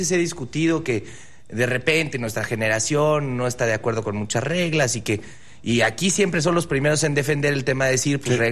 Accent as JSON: {"language": "Spanish", "country": "Mexico", "said": "lo digo como mexicano"}